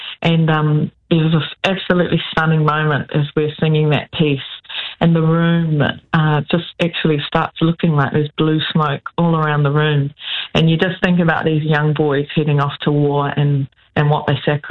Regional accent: Hawke's Bay, New Zealand; Yeah, so I grew up in Hawke's Bay.

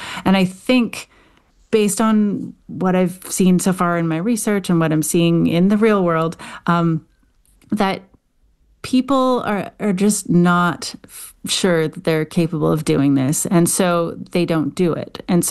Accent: Canada; accent: Canadian; just with my funny Canadian accent.

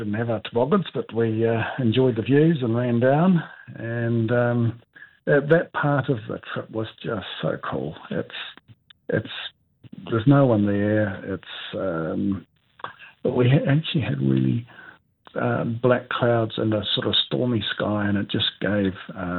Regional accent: Northland, New Zealand; I was brought up in Northland, so I dearly love it.

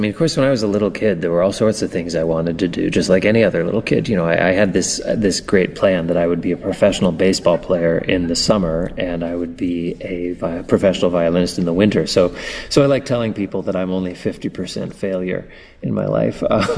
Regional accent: Canada; So, but growing up in Canada, I'm also a hockey fan

